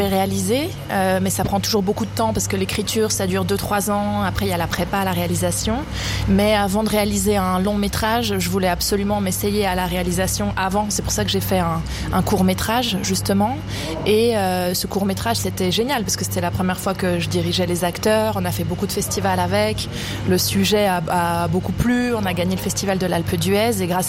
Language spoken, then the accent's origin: French; Switzerland; now in Paris, France; Comme on dit nous en Suisse